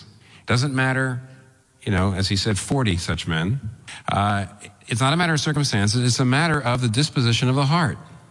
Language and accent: English; Pennsylvania, United States; And that's why I'm here. I'm from Pennsylvania.